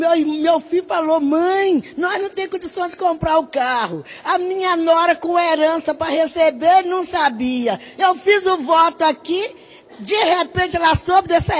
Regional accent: São Paulo, Brazil; Eu venho da Zona Norte, Mandaqui, São Paulo.

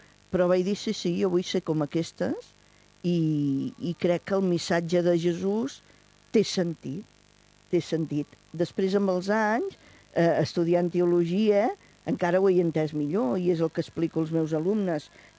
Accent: Reus, Catalonia, Spain

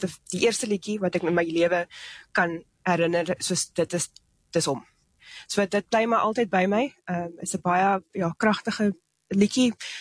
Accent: Port Elizabeth, Eastern Cape, South Africa; moved away as an adult; also born or lived in Johannesburg; ek is oorspronkelijk van die Ooskaap af, Port Elizabeth.

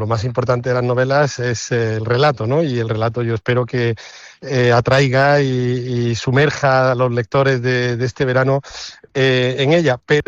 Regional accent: Lucena, Andalusia, Spain; moved away as an adult; porque yo considero a Lucena como mi pueblo, aunque no nací allí, pero me he pasado allí pues desde los 13 meses hasta los 18 años.

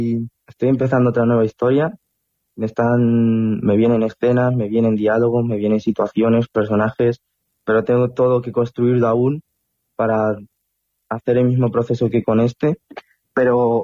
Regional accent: Tomelloso, Castilla-La Mancha, Spain; Tenemos uno en Tomelloso, en mi pueblo

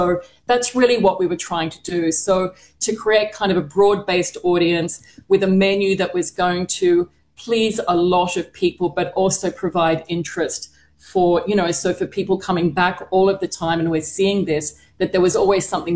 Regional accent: Australia; moved away as an adult; also born or lived in Singapore; I'm Australian, obviously. But I haven't lived there for a long time. I've spent probably more time in Singapore than I have as an adult in Australia.

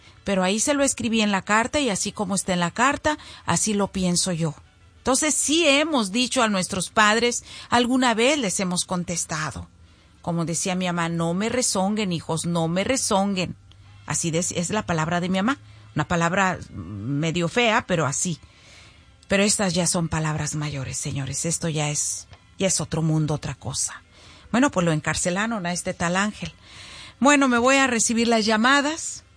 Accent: Zacoalco de Torres, Jalisco, Mexico; moved away; Zacoalco, hablas de que de mi pueblo.

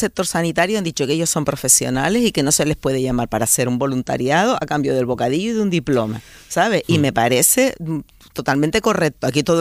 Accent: Canary Islands, Spain; ya las que no nos sentimos bien en Canarias somos las Canarias

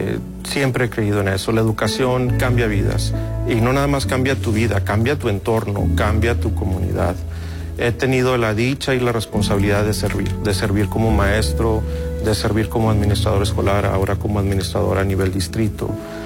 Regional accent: Zaragoza, Coahuila, Mexico; Pero yo soy originario de Zaragoza, Coahuila. Ahí fui criado. Mi familia es de allí. Tenemos nuestras bases muy sólidas y arraigadas en Zaragoza.

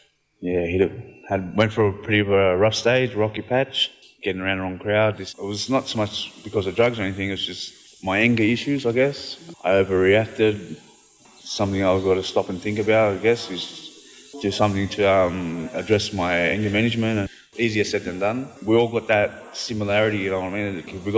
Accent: Sydney, New South Wales, Australia; My dad grew up La Perouse and born and raised in Liverpool area.

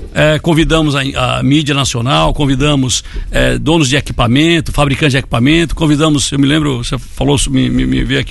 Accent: Guanambi, Bahia, Brazil; Eu não sou filho de lá, sou sertanejo de Guanambi

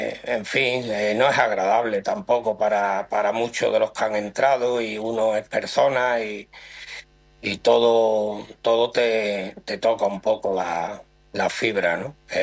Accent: Gerena, Andalusia, Spain; soy de Gerena, me considero muy de Gerena y de sevillano

